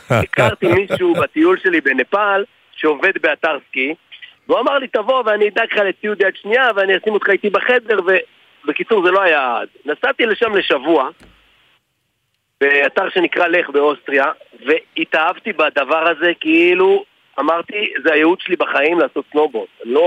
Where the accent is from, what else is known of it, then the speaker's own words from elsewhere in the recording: Northern District, Israel; moved away as an adult; now in Tel Aviv, Israel; גם אני קיבוצניק אגב, במקור מקיבוץ ניר דוד, ובאיזשהו שלב עברתי לתל אביב, כמו שעושים כזה אחרי הדיול, אחרי הצבא